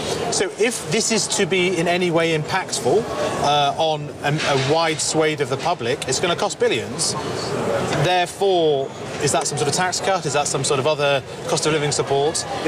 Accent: North West England, United Kingdom; you're from Yorkshire, I'm from Lancashire

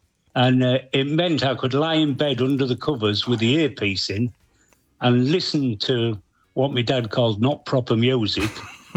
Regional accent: Whitby, Yorkshire and the Humber, United Kingdom; Yeah, born and bred in Whitby, live there now still.

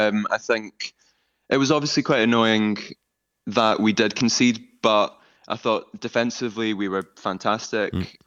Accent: Bosnia & Herzegovina; So my connection is that I am half Scottish, half Bosnian. My dad's from there. I grew up for a bit of my life in Bosnia as well.

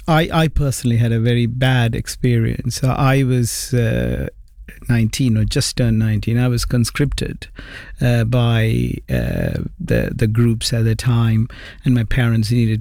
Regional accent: Batticaloa, Eastern Province, Sri Lanka; moved away as an adult; now in United Kingdom; We are in the east coast, a place called Batticalo. Okay. So that's where we come from. And it's a very small island. So I came, I was 19

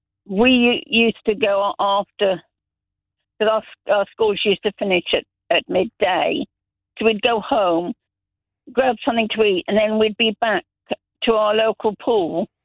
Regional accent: Zambia; I grew up in Zambia. Every school there had a swimming pool.

